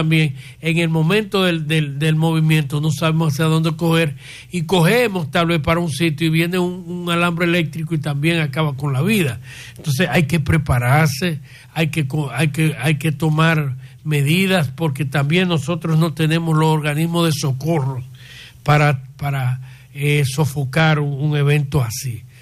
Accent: Dominican Republic; nosotros como dominicanos estamos preparados para algo así.

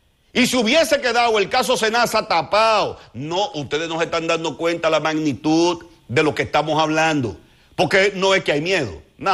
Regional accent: Dominican Republic; como medio de comunicación y como ciudadano dominicano

